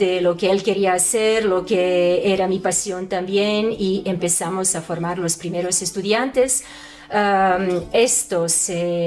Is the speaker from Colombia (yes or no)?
no; Canary Islands, Spain; moved away; Bueno, pues mi idea inicial cuando me fui de Canarias a Sudáfrica fue de quedarme por lo menos 2-3 años.